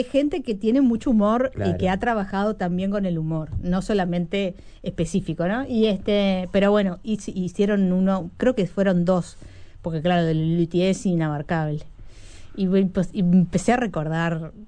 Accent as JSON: {"language": "Spanish", "country": "Uruguay", "said": "nuestro fútbol uruguayo"}